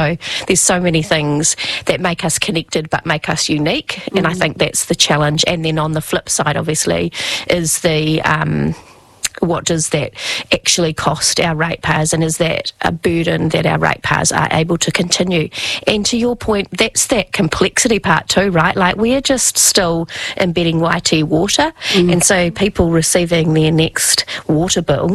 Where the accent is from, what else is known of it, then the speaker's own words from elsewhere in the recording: Wellington, New Zealand; same as you, Wairarapa proud. I love that I come from Wairarapa.